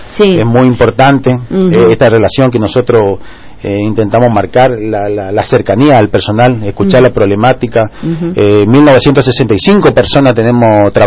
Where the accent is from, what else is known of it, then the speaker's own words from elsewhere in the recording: Argentina; todos somos argentinos